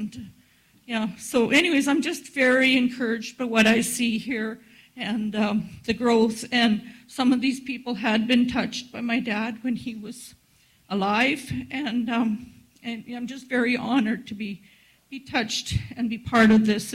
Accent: Norway House, Manitoba, Canada; born there; I was born on Norway House Reserve, but we lived at Wass.

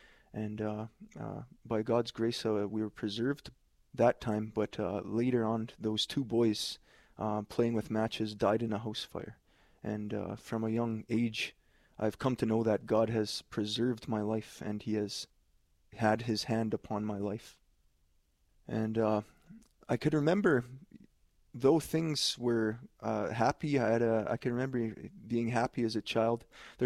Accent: Kikino, Alberta, Canada; I'm from Kikinaw, Alberta. It's a Métis settlement about 40 kilometers south of Lac La Biche.

